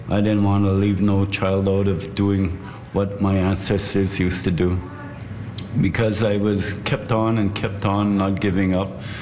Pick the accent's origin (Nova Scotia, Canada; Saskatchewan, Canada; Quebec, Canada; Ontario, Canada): Saskatchewan, Canada; Buffalo Narrows; I'm from Buffalo Narrows, Saskatchewan. I'm a First Nations person from Canoe Lake.